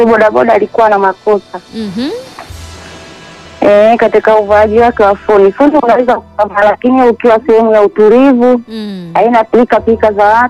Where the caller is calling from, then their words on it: Mkuranga, Pwani, Tanzania; natokea Bupu, Mkuranga, mkoa wa Pwani.